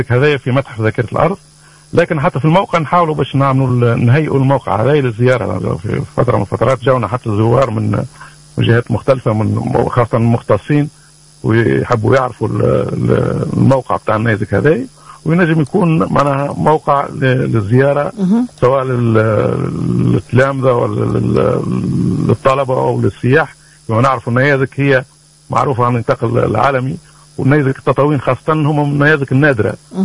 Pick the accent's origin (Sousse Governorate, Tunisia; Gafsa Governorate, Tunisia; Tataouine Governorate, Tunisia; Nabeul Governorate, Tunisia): Tataouine Governorate, Tunisia; Tataouine; احنا عندنا في تطاوين